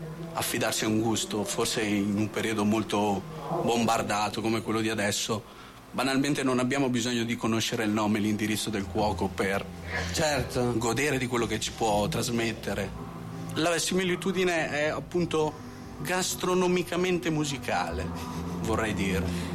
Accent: Verona, Veneto, Italy; Veniamo da Verona

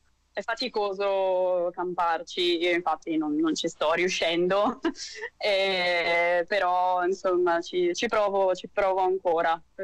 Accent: Brescia, Lombardy, Italy; sono felicissima da bresciana

